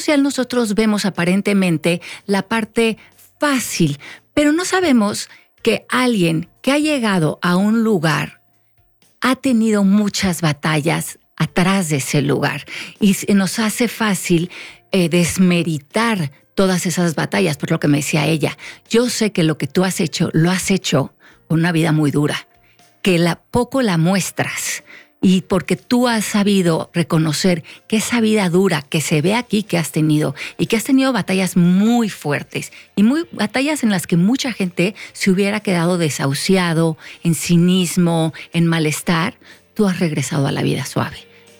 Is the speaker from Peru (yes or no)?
no; Mexico